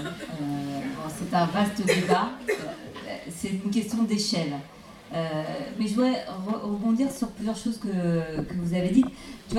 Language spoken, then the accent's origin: French; France; Moi, personnellement, je suis française parce qu'un de mes parents est français. Voilà, donc je suis née française à la naissance, par transmission, par la filiation.